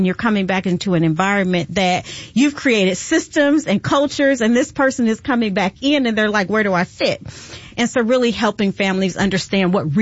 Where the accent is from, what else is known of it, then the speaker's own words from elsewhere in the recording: Midwest, United States; I grew up in the Midwest.